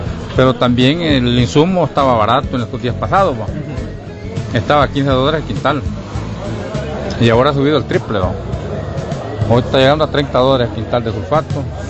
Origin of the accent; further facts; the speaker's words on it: Usulután, El Salvador; Yo vengo de aquí, del Cantón El Tablón.